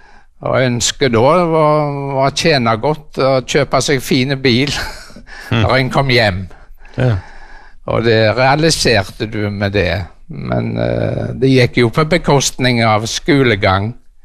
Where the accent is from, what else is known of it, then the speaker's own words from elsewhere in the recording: Karmøy, Rogaland, Norway; Ja, jeg vokste opp på Karmøy, eller nærmere bestemt Sævlandsvik. I oppveksten så hadde jeg et relativt trygt miljø rundt meg. Vokste opp i en kristen heim.